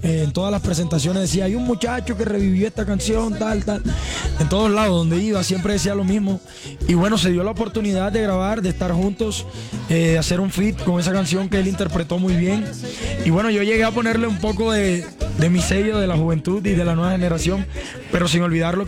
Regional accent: La Guajira, Colombia; Tengo 23 añitos, pero vengo de La Guajira

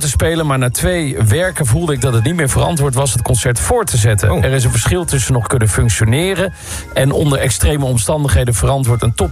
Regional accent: Nijkerk, Gelderland, Netherlands

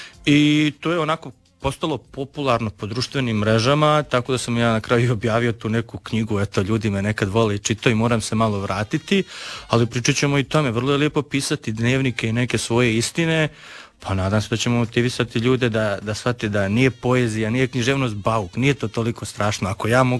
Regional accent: Bosnia & Herzegovina; Znači, ja sam iz Bosne, jedva sam završio osnovne studije

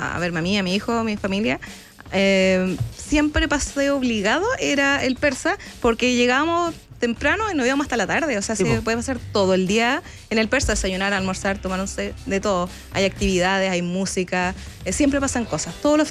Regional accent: Puerto Montt, Los Lagos, Chile; now in Santiago, Chile; Complicado porque ¿ya? venir a otra ciudad, yo soy de Puerto Montt, sin redes familiares, sin amigos, nada. Tuve que empezar todo de cero acá en Santiago.

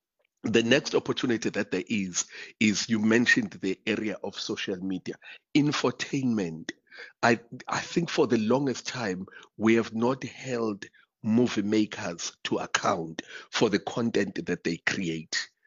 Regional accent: Umlaas, KwaZulu-Natal, South Africa; I mean, for example, I'm from Umlaas

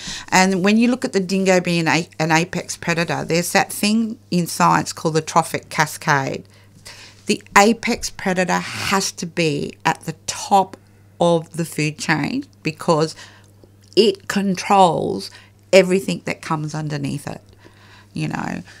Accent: Tully, Queensland, Australia; It was just outside, 10-minute drive outside my hometown of Tully.

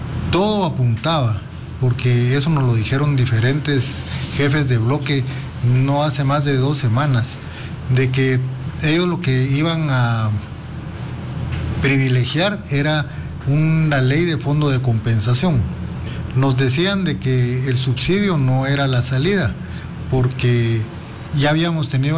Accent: Guatemala

